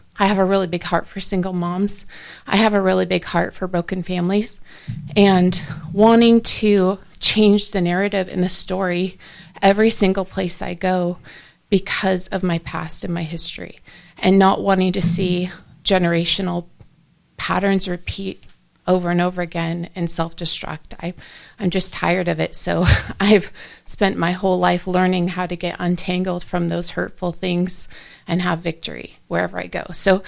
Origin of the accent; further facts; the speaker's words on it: South Dakota, United States; moved away; I was born and raised in South Dakota.